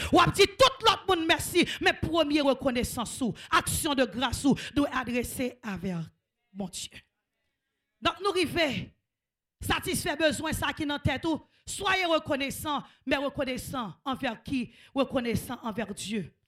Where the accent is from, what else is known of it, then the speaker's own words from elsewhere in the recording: Haiti; Chez nous en Haïti